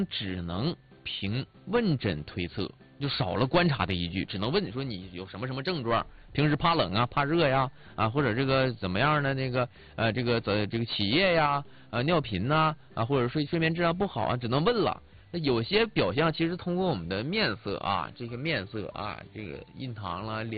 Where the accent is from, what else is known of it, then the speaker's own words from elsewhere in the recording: Northeast China, China; 咱们东北这边的冬天啊手会干裂